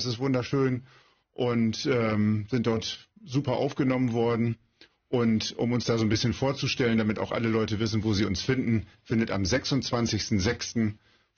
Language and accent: German; Wilhelmshaven, Lower Saxony, Germany; Ich komme hier aus Wilhelmshaven und trommel seit ungefähr 10 Jahren bei den